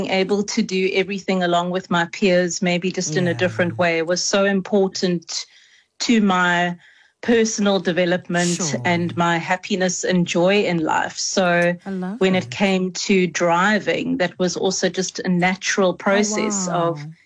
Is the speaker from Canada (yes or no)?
no; East London, Eastern Cape, South Africa; now in Cape Town, South Africa; even though I'm phoning in from Cape Town, I am a born and bred East Londoner.